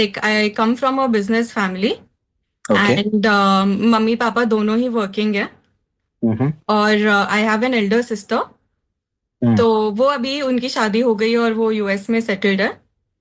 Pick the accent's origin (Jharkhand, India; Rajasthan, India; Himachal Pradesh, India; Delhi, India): Delhi, India; moved away as an adult; now in Kolkata, India; So originally मैं दिल्ली से हूँ एंड शादी के बाद ही मैं कोलकाता शिफ्ट हुई.